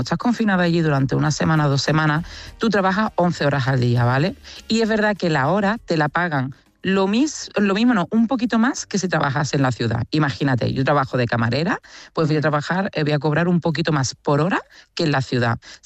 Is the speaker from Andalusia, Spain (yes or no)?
yes; Cádiz, Andalusia, Spain; moved away as an adult; also born or lived in Seville; now in Australia; yo, que soy del sur, yo que soy de Cádiz y que estudio en Sevilla